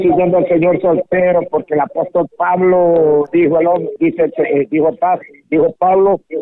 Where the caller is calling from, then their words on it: La Ceiba, Atlántida, Honduras; de aquí de La Ceiba, de Las Delicias.